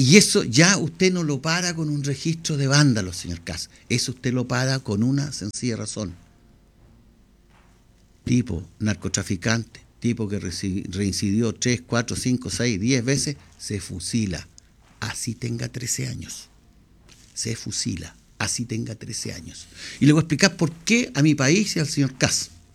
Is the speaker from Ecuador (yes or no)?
no; Chile